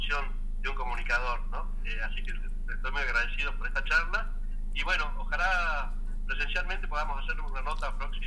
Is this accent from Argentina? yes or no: yes; Argentina; los argentinos